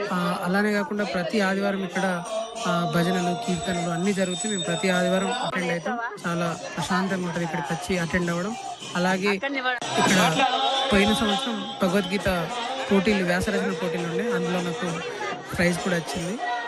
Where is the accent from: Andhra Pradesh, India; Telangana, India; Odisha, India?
Andhra Pradesh, India; Vaddadi; మాది ఇక్కడ వడ్డాడి గ్రామం. దీనికి ఒక 10 కిలోమీటర్ల దూరంలో ఉంటుంది.